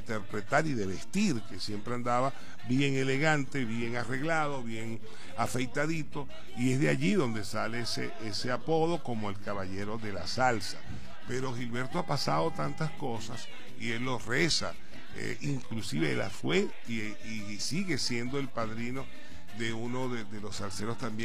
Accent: Zulia, Venezuela; Cabimas, simple y llanamente, está en la costa oriental del lago, ella en el Zulia, mi tierra natal.

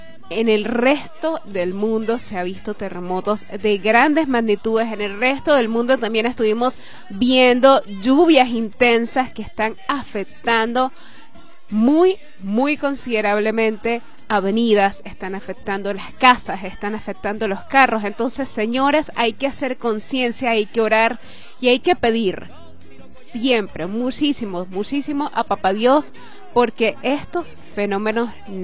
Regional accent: Venezuela; se ha robado los corazones de nosotros los venezolanos

